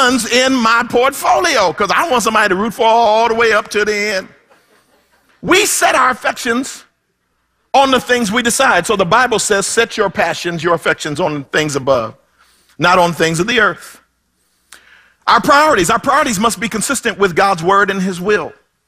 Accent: Philadelphia, Pennsylvania, United States; born or raised there; moved away

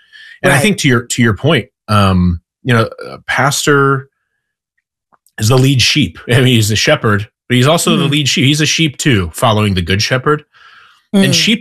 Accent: Midwest, United States; now in Mid-South, United States; I grew up in the Midwest, so fall typically tended to start closer to September than it does for me now.

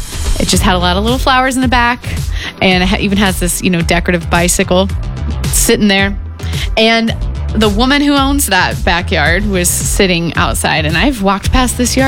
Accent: Sullivan, Indiana, United States; I'm sharing where I'm from and where I grew up in Indiana and all this stuff.

